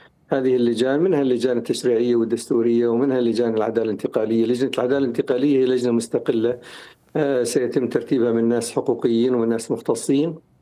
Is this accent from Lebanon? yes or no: no; Syria; نحن كسوريين